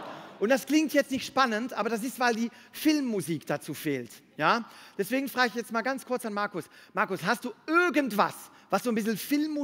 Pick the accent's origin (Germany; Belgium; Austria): Belgium; Brussels, Brussels-Capital Region; moved away; Ich komme ja ursprünglich aus Brüssel, um ganz genau zu sein, Brüssel.